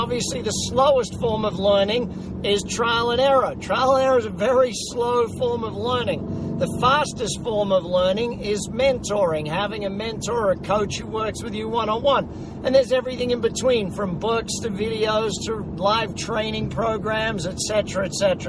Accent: Brisbane, Queensland, Australia; Brisbane City Town Hall, my hometown in Australia.

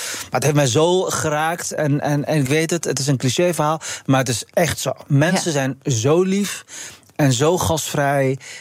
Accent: Arnhem, Gelderland, Netherlands; ik kom toevallig oorspronkelijk uit Arnhem, dat ineens raketten over mijn hoofd heen vliegen in de wijk Prezenkaven of Klarendal.

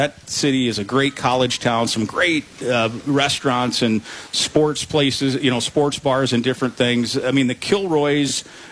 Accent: Iowa, United States; I grew up in Iowa. We've talked about that. I grew up going to games there.

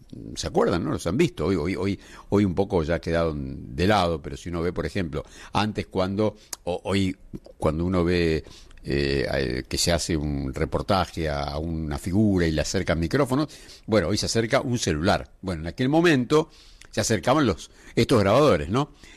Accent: Argentina; soy de Argentina, de la radio de Argentina

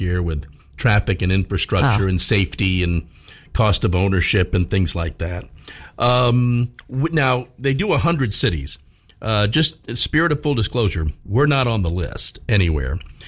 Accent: Norfolk, Virginia, United States; My hometown of Norfolk is 44th.

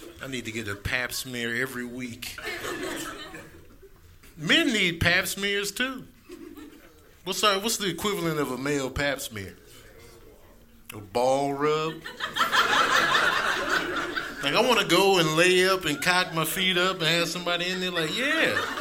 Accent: Chicago, Illinois, United States; born or raised there; now in California, United States

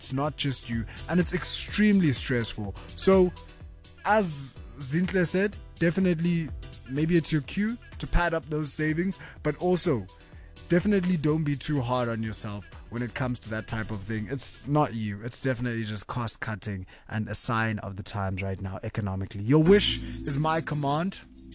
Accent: Pietermaritzburg, KwaZulu-Natal, South Africa; coming all the way from PMB, my hometown.

